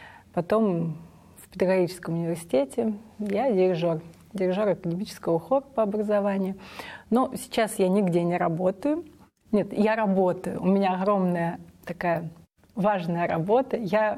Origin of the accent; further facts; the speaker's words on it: Voronezh, Voronezh Oblast, Russia; Я родилась и выросла в Воронеже. Это всего 100 километров от Липецка.